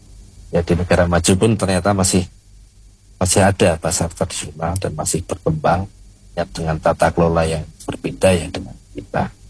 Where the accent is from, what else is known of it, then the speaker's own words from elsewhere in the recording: Ponorogo, East Java, Indonesia; now in Yogyakarta, Indonesia; walaupun saya orang Ponorogo tinggal di Jogja